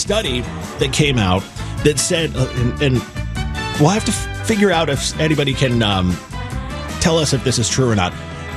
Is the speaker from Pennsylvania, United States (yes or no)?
yes; Cranberry Township, Pennsylvania, United States; I was born and raised in Cranberry Township, Pennsylvania.